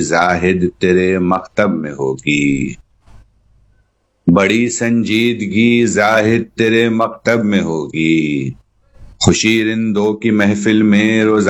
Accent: Mumbai, Maharashtra, India; born there; moved away as an adult; also born or lived in United Kingdom / Dubai; मेरा जन्म मुंबई में ही हुआ और फिलहाल मैं मुंबई में ही रहता हूं। बीच में कुछ दौर गुजरा जब मैं दुनिया घूम के आया

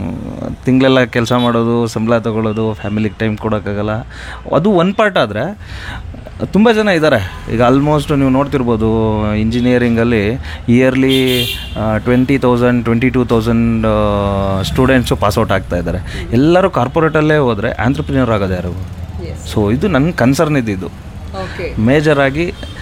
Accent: Gajanur, Karnataka, India; also born or lived in Tirthahalli / Bengaluru; now in Shivamogga, India; ನಾನು ಬೇಸಿಕಲಿ ಗಾಜನೂರು, ನಮ್ಮ ಊರು. ನಾನು ಹುಟ್ಟಿದ್ದು ಗಾಜನೂರಲ್ಲೇ, ಬೆಳೆದಿದ್ದು ಗಾಜನೂರು. ನನ್ನ ಎಜುಕೇಷನ್ ಎಲ್ಲ ರಂಭಾಪುರಿ ಪೀಠ ಮತ್ತು ತೀರ್ಥಹಳ್ಳಿಯಲ್ಲಿ ಆಗಿದ್ದು. Basically civil engineer. Around 11 years ನಾನು ಬೆಂಗಳೂರು ಕಾರ್ಪೊರೇಟಲ್ಲಿ ವರ್ಕ್ ಮಾಡಿದ್ದೀನಿ.

